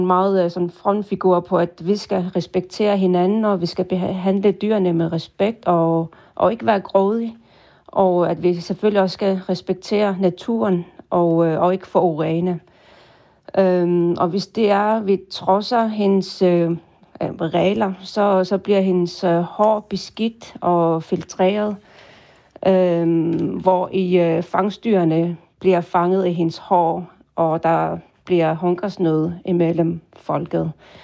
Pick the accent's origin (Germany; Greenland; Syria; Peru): Greenland; Qaqortoq, Kujalleq; Og dem ser vi heller ikke i Qaqortoq, der hvor jeg kommer fra. Så, jeg tror, dem fra Nuuk, de ser lidt flere militærfolk i uniformer på gadebilledet, men det er ikke tilfældet der, hvor jeg kommer fra i Sydgrønland.